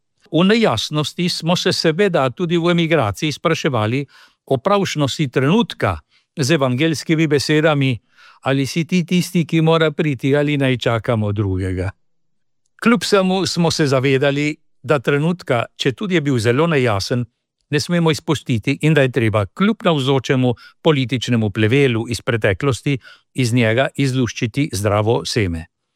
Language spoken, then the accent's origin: Slovenian; Argentina; Kot Slovenec iz Argentine in edini iz diaspore